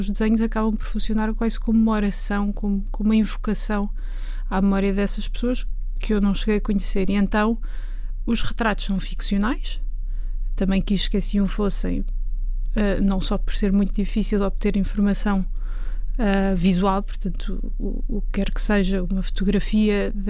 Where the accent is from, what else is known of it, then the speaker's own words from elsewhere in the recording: Lisbon, Portugal; também como lisboeta e como uma pessoa que vive nessa cidade.